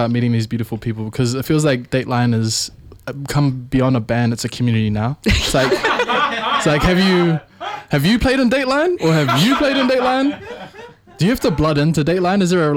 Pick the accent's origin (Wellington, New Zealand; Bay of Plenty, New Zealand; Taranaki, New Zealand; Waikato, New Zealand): Wellington, New Zealand; now in Auckland, New Zealand; I'm from Wellington.